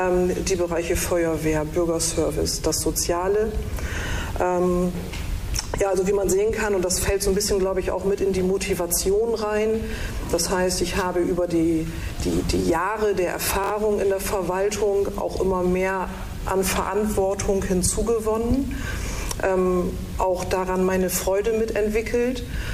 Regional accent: Nordenham, Lower Saxony, Germany; Ich bin hier in Nordenham schon geboren, aufgewachsen, also meine Kindheit, meine Jugend in Fedderwaddersiel, direkt also am Wasser, am Hafen tatsächlich. Ich komme auch dort aus einer Fischerfamilie, Krabbenfischerei

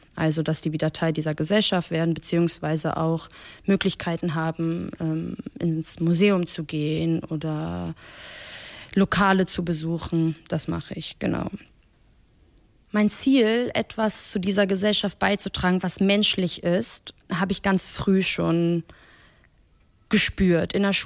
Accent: Hanover, Lower Saxony, Germany; born there; first language Persian; German is a second language; ich bin 30 Jahre alt und geboren bin ich in Hannover.

